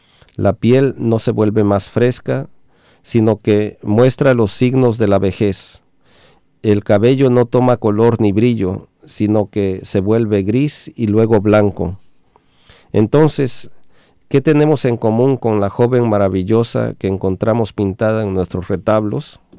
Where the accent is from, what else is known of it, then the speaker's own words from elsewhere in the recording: Mexico; el orgullo que siento como mexicano